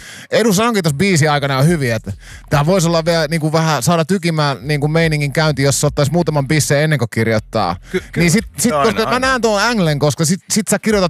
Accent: Kokkola, Central Ostrobothnia, Finland; now in Helsinki, Finland; kun mä muutin tänne stadiin silloin aikoinaan Kokkolasta

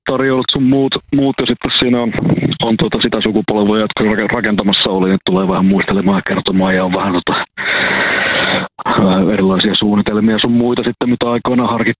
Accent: Kuopio, North Savo, Finland; Mä oon Kuopiosta, molemmat vanhemmat on Rautalammilta.

